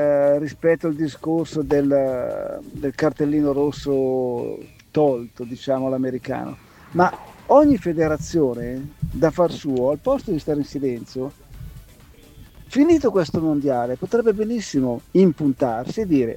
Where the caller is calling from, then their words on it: Milan, Lombardy, Italy; da Milano